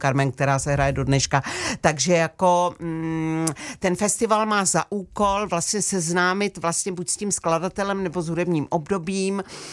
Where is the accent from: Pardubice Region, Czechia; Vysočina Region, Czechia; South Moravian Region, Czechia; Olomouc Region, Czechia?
Pardubice Region, Czechia; Chrudim; já jsem rodačka z Chrudimě